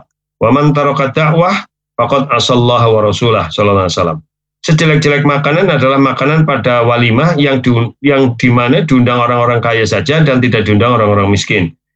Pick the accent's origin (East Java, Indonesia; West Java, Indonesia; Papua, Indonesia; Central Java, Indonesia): Central Java, Indonesia; now in Larangan area; dulu kan saya tinggalnya di belakang, depan geriatri itu, Mbak Citra Putri, belakang si Muhammadiyah. Saya memang lahir besar di situ, di Sokajaya, Sokanegara.